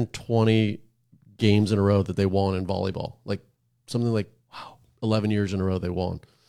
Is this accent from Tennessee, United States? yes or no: no; Hawaii, United States; Born and raised in Hawaii. Yeah. I mean, I was obviously … is not really a Hawaiian name.